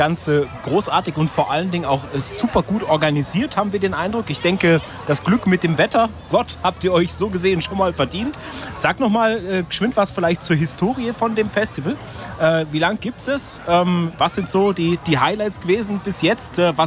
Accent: Germany; now in Switzerland; Also als Deutscher

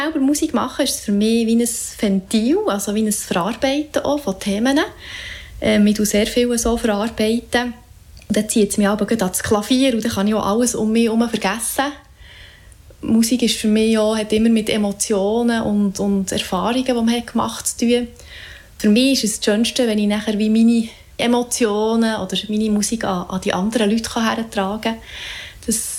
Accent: Zollikofen, Bern, Switzerland; accent: Bernese dialect; now in Bern, Switzerland; Ich bin ein Berner Mädchen, weil ich bin ganz in der Nähe von Bern aufgewachsen, nämlich zu Zollikofen. Darum bin ich dann gleich mal in Bern gelandet, als ich meine Ausbildung als Kindergärtnerin fertig gemacht habe. Bin ich nachher auf Bern gezogen und wohne jetzt schon sehr, sehr lange in Bern.

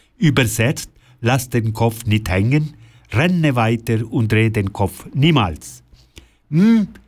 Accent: Ticino, Switzerland; Ich bin Tessiner und mit der … Musik aufgewachsen.

